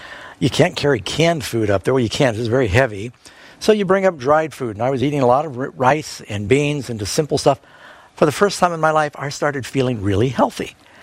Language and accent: English; New York City, New York, United States; my brother and I, growing up in New York City, we'd kind of get ourselves breakfast